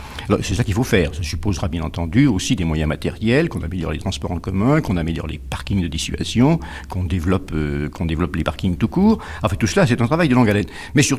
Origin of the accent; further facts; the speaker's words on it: France; nous sommes français, un peu latin, un peu gaulois